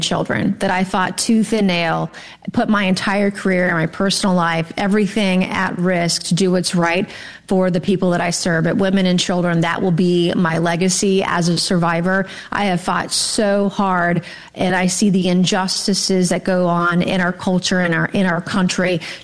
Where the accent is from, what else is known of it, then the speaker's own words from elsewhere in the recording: South Carolina, United States; near my hometown in South Carolina